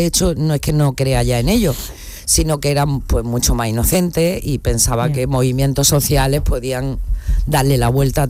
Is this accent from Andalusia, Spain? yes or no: yes; La Zubia, Andalusia, Spain; me presenté con un seudónimo al cartel del carnaval de mi pueblo, que es La Zubia, en Granada.